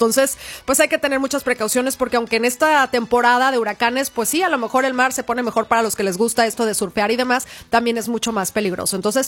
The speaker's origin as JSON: {"language": "Spanish", "country": "Mexico", "said": "nosotros que somos mexicanos"}